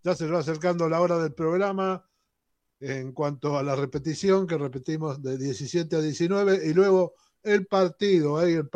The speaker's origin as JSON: {"language": "Spanish", "town": "Avellaneda", "region": "Buenos Aires Province", "country": "Argentina", "tie": "born there", "said": "Yo soy nacido en Avellaneda. El Sanatorio Beltrán, Clínica Beltrán, que estaba en la calle Belgrano, a la misma altura de la sede Independiente, ¿no?"}